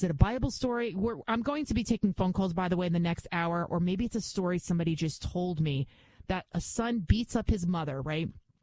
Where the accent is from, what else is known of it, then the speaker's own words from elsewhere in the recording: The Bronx, New York, United States; You can tell I'm from the Bronx, right?